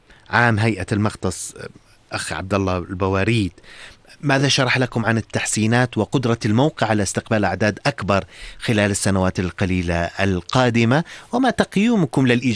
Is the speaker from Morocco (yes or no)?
no; Jordan; جميعا كأردنيين